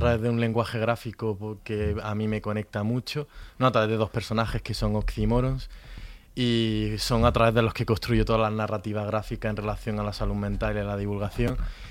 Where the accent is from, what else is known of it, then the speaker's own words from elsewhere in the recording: Andalusia, Spain; yo que soy de Andalucía y que pertenecía a la Asociación 22Q de Andalucía, no había mucho, hay muy poco.